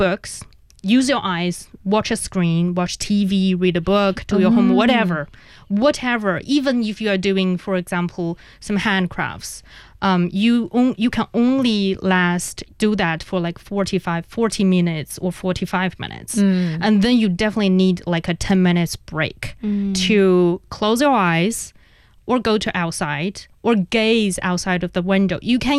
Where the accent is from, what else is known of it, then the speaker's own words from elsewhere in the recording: Inner Mongolia, China; I'm from Inner Mongolia.